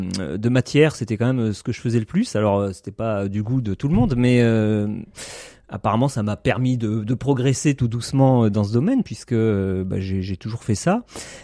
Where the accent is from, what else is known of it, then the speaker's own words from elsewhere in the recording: Châteaudun, Centre-Val de Loire, France; born there; now in Haute-Loire, France; je suis né en Eure-et-Loir, donc entre Orléans et Chartres, Châteaudun, une petite ville. Et j'étais dans une famille assez modeste, mais assez littéraire